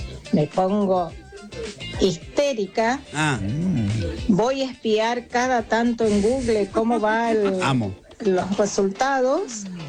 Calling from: Ingenio Primer Correntino, Corrientes, Argentina; de Ingenio Primer Correntino en Corrientes.

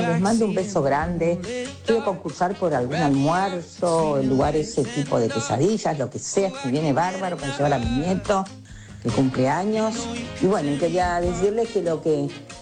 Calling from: Buenos Aires, Argentina; de Colegiales

